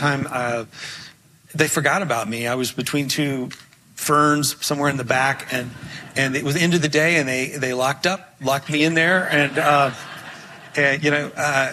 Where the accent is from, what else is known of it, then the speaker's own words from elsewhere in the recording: Memphis, Tennessee, United States; moved away; my time growing up in Memphis